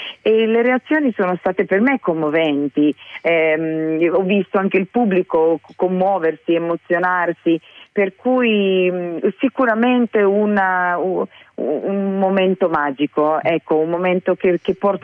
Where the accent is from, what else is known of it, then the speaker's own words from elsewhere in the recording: Šišan, Istria County, Croatia; accent: Istriot of Sissano; first language Istriot; Italian is a second language; è un piccolo omaggio che ho voluto dare a uno degli idiomi della lingua istriota, che è quella della località di Sissano, per cui ecco, una grande responsabilità, ma anche un grande dovere il fatto di esprimermi nella mia lingua madre.